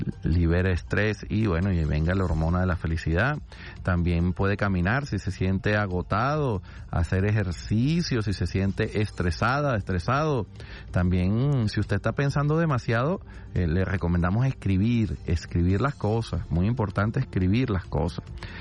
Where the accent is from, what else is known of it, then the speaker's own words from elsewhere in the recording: Barquisimeto, Lara, Venezuela; born there; moved away; yo ayer fui el sábado a Barquisimeto, saludo a la gente de Barquisimeto, mi ciudad natal.